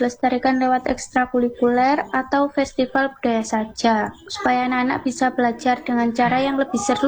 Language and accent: Indonesian; Malang, East Java, Indonesia; saya asli Malang